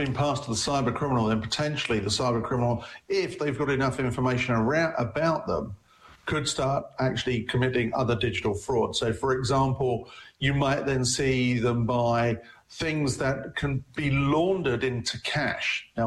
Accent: England, United Kingdom; I'm an Englishman, so, you know, football is definitely an exciting topic.

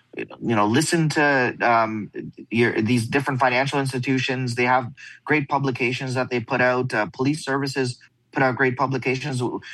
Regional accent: Canada; we're two guys from Canada out in, out in the US.

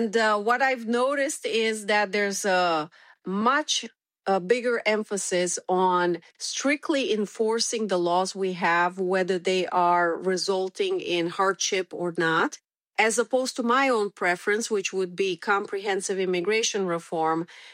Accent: Romania; first language Romanian; English is a second language; now in Connecticut, United States; English and Romanian, my native language. I am originally from Romania, and I currently serve as an honorary consul of Romania to Connecticut.

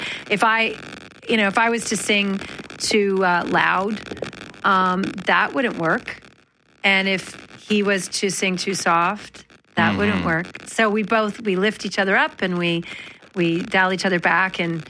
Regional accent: Manitoba, Canada; Growing up in Manitoba, I always tell this story

